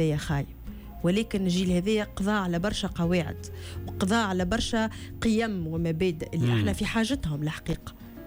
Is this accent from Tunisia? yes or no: yes; Tunisia; أما أنا تونسية حتى النخاع